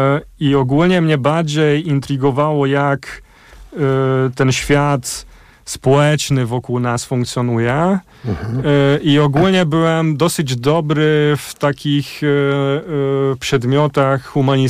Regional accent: Kaposvár, Somogy, Hungary; moved away as an adult; dorastałem się w rodzinie węgiersko-polskim i to powodowało, że dzieciństwo spędziłem na Węgrzech w Kapuszwar, tam żyłem aż do matury.

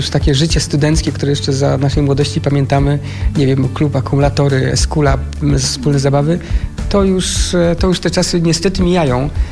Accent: Poznań, Greater Poland Voivodeship, Poland; jestem poznaniakiem i studiowałem w Poznaniu, w związku z tym mieszkałem, że tak powiem, w domu rodzinnym z rodzicami.

